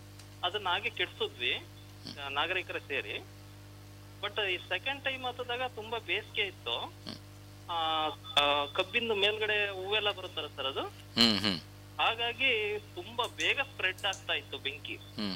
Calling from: Karehalli, Karnataka, India; ನಾವು ಕಾರ್ಯಹಳ್ಳಿಯಿಂದ

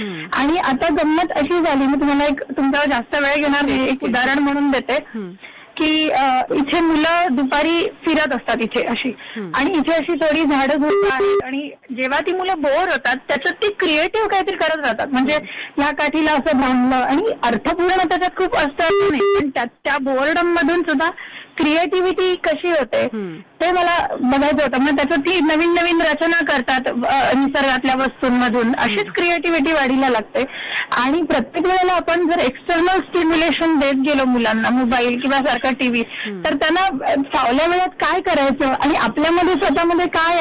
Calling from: Mumbai, Maharashtra, India; आम्ही खरे कोकणात मुंबईचे

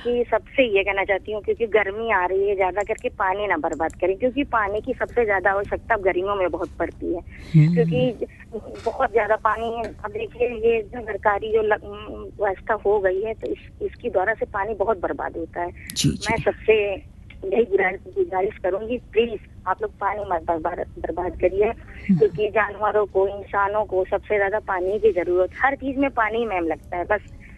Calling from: Lucknow, Uttar Pradesh, India; मेरे गांव का नाम है तेरुआ, ग्राम ऑफिस थाना बंथरा है, और ये हरौनी स्टेशन से पास कर रही हूँ मैं।

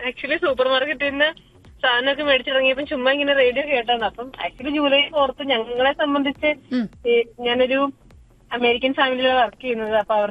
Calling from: Kuruppampady, Kerala, India; സ്ഥലം കുറുപ്പുംപടി.

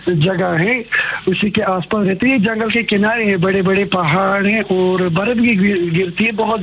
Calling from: Budgam, Jammu and Kashmir, India; मैं सेंटर कश्मीर से बात कर रहा हूँ, जिला बड़गाम में हमारा गांव पड़ता है।

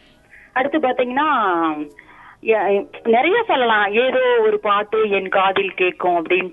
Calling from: Tamil Nadu, India; நாங்க இங்க கொளத்தூர் 50

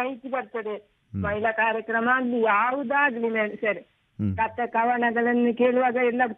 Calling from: Puttur, Karnataka, India; ನಾನು ಪುತ್ತೂರಿನಿಂದ … ಮಾತಾಡಿದೆ ಸರ್.

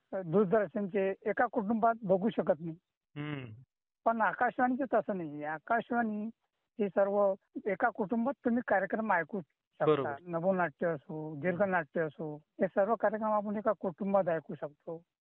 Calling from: Borala Khurd, Maharashtra, India; मुक्काम पोस्ट बोराळा खुर्द, तालुका जळगाव जामोद आणि जिल्हा बुलढाणा.

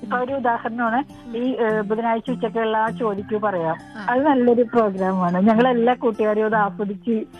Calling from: Cheranallur, Kerala, India; എന്റെ വീട് ചേരനല്ലൂരിലെ എടയക്കുന്നം എന്ന് പറഞ്ഞ സ്ഥലത്താണ്.

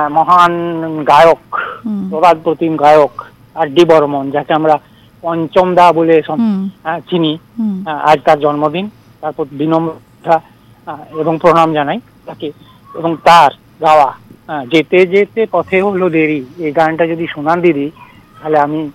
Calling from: Dubrajpur, West Bengal, India; আমি পশ্চিমবঙ্গের বীরভূম জেলার দুবরাজপুর থেকে

